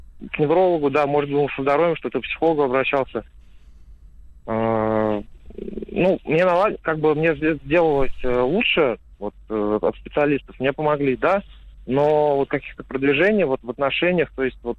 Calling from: Sochi, Krasnodar Krai, Russia; 26 лет, вот я из Сочи

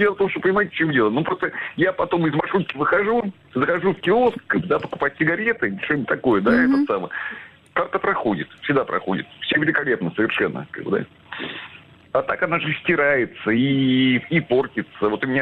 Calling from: Voronezh, Voronezh Oblast, Russia; я из Воронежа

